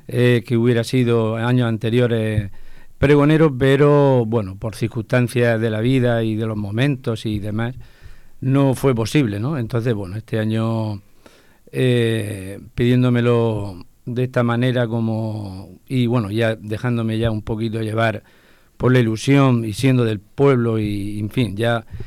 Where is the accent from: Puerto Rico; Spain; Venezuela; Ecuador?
Spain; Molina de Segura, Region of Murcia; mi vínculo con Torre Alta es que he nacido, me he criado y vivo en Torre Alta toda mi vida. He tenido una infancia impresionante al ser de un pueblo, pues ya nacido en los años 70